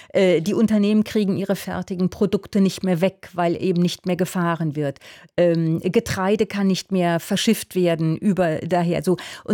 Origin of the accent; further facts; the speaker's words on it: North Rhine-Westphalia, Germany; ich komme aus dem Ruhrgebiet